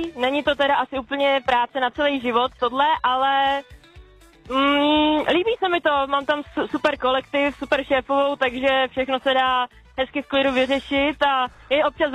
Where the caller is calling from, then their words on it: Kralupy nad Vltavou, Central Bohemian Region, Czechia; Já jedu teďka momentálně do práce z Kralup směrem na Mělník.